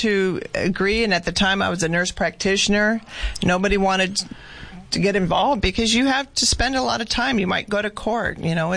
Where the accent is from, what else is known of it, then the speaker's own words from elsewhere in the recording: Yuma, Arizona, United States; I am originally from Yuma